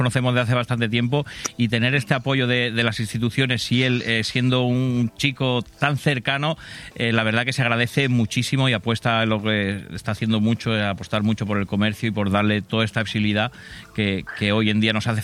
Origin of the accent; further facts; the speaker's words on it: Huéscar, Andalusia, Spain; chuletillas de cordero que precisamente vienen de allí, de mi tierra, de Huéscar, de Granada, es un segureño.